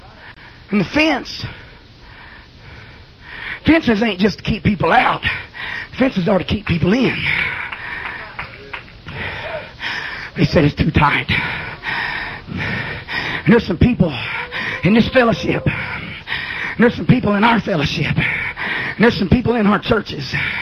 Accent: Oklahoma, United States; back home, Oklahoma

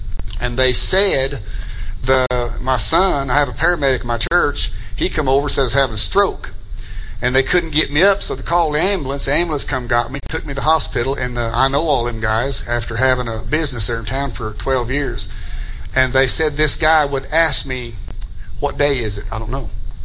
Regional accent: United States; born there

